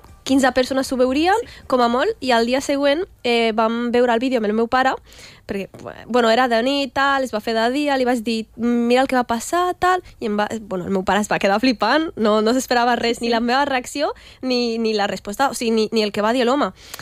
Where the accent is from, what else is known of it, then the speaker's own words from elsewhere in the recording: L'Hospitalet de Llobregat, Catalonia, Spain; born there; jo he nascut a l'Hospitalet del Llobregat, soc catalana i ja està.